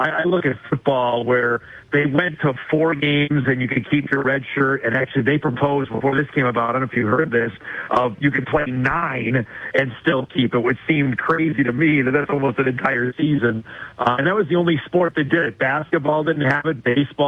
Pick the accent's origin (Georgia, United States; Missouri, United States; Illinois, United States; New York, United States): New York, United States; I'm a New Yorker. I root for the Jets